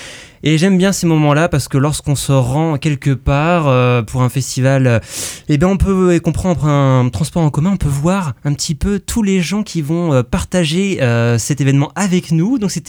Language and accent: French; France; En tant que français